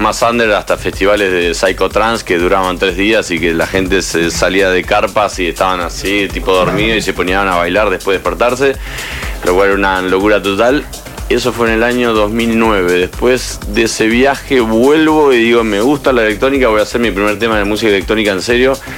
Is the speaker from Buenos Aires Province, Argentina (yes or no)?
yes; Buenos Aires Province, Argentina; born there; del oeste de Buenos Aires.